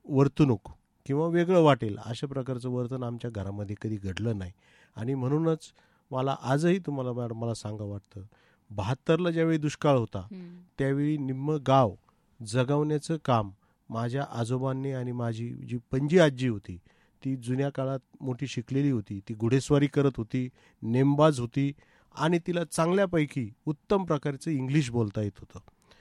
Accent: Nashik, Maharashtra, India; born there; शिक्षणाची सुई मात्र त्यावेळेस गावात उपलब्ध नसल्याने मला नाशिक या ठिकाणी

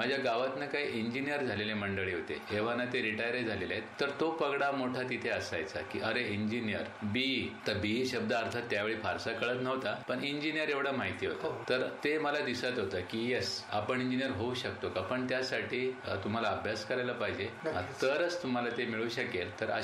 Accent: Kasar Pimpalgaon, Maharashtra, India; also born or lived in Varur Shevgaon / Ahmednagar; माझा जन्म वरूर शेवगाव इथला आणि माझं मूळ गाव कासार पिंपळगाव जे तिसगावच्या जवळ आहे

